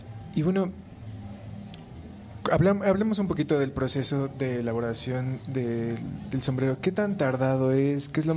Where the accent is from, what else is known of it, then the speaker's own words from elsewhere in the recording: Texcoco, State of Mexico, Mexico; yo soy de Texcoco y yo nunca había usado sombrero